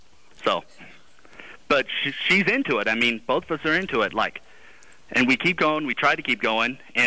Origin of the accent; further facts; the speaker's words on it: Texas, United States; moved away; I'm originally from Texas